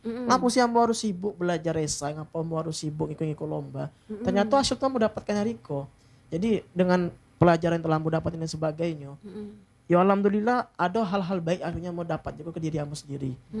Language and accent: Indonesian; Bengkulu, Indonesia; anak Bengkulu tuh. Kita alhamdulillah punya bahasa yang mungkin ada beberapa sama ngocak kawan-kawan kita dari Jambi, dari Palembang dan sebagainya.